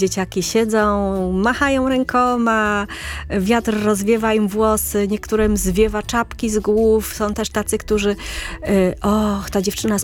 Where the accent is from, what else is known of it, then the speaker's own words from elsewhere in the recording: Poznań, Greater Poland Voivodeship, Poland; Bo u mnie w Poznaniu na taką figurę mówiło się na kurczaka.